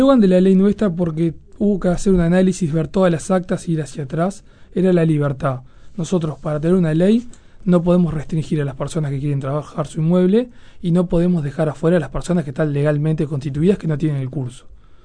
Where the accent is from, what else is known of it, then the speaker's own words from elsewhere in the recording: Uruguay; uno como uruguayo